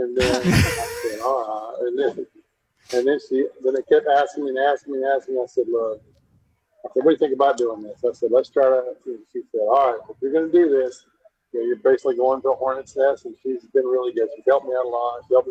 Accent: Duncanville, Texas, United States; I grew up in Duncanville, which is almost 40,000 people.

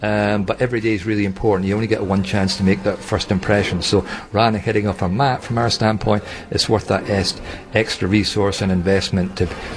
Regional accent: St Andrews, Scotland, United Kingdom; Born and raised in St Andrews.

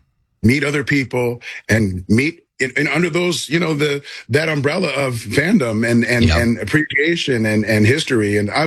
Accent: Hollywood, California, United States; now in Tulsa, United States; I grew up in Hollywood in the San Fernando Valley, and that's where everything is filmed besides, you know?

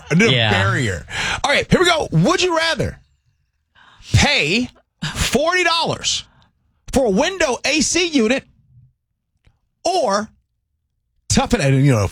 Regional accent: Chicago, Illinois, United States; moved away; I grew up in Chicago.

